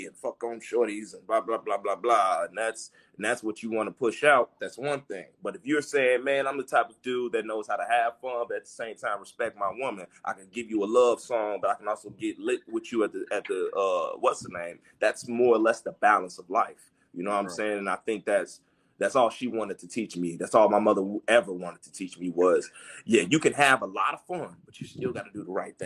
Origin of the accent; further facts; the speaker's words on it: Chicago, Illinois, United States; I'm from Chicago, man. My mama from Eaglewood.